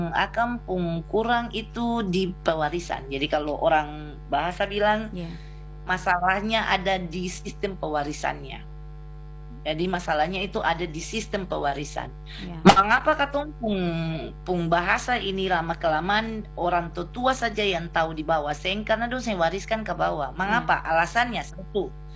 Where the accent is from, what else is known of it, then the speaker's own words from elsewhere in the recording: Ambon, Maluku, Indonesia; Beta orang Ambon. Karena beta orang Ambon, beta bicara apa adanya, beta mesti bilang. Beta contoh saja, beta nih lahir besar di Halong.